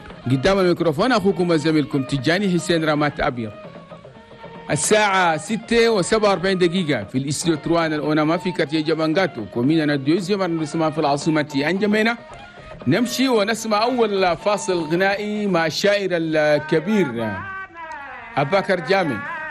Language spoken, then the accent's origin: Arabic; Chad; هنا بلدنا تشاد بلد تومان.